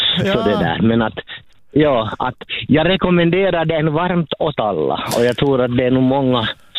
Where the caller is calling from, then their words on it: Hindhår, Uusimaa, Finland; från Hindhår.